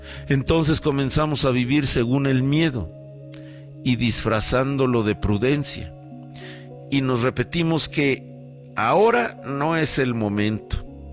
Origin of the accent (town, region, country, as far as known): Mexico